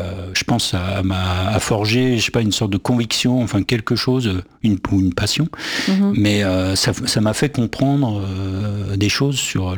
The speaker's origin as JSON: {"language": "French", "town": "Saint-Étienne", "region": "Auvergne-Rhône-Alpes", "country": "France"}